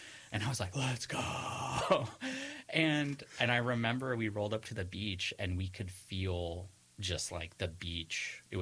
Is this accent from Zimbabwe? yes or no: no; San Diego, California, United States; especially because I'm originally from San Diego.